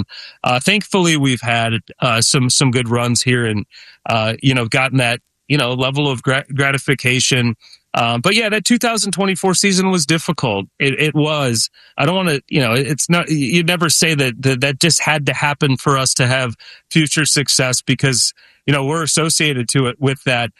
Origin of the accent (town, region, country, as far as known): Detroit, Michigan, United States; born or raised there